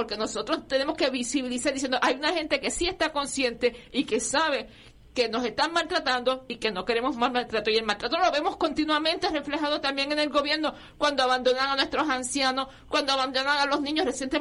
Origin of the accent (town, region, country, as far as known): Puerto Rico